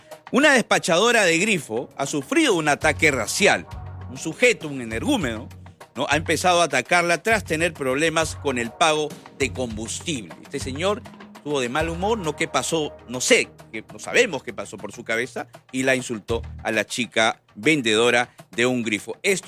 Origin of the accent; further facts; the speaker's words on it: Chiclayo, Lambayeque, Peru; A ver, qué pena que esto haya ocurrido en Chiclayo, en mi tierra, ¿no?